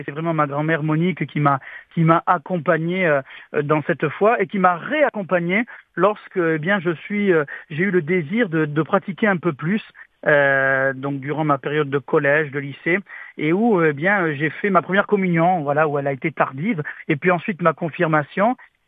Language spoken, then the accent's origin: French; Tarascon, Provence-Alpes-Côte d'Azur, France; d'où je suis originaire, donc de Tarascon, de Provence